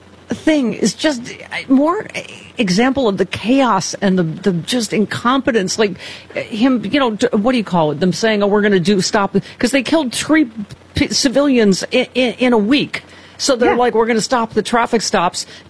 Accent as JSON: {"language": "English", "town": "Buffalo", "region": "New York", "country": "United States", "tie": "born or raised there", "said": "is he from my hometown of Buffalo?"}